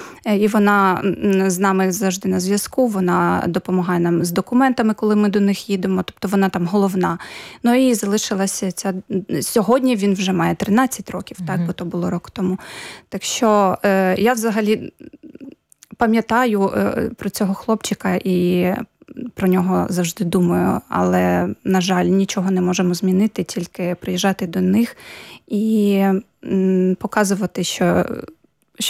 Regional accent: Mykolaiv, Mykolaiv Oblast, Ukraine; moved away as an adult; перший раз я виїхала з Миколаєва, коли мені було вже за 20

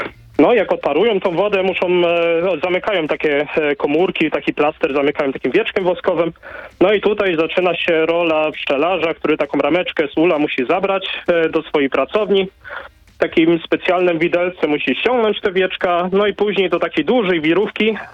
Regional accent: Silesian Voivodeship, Poland; u nas na Śląsku występuje.

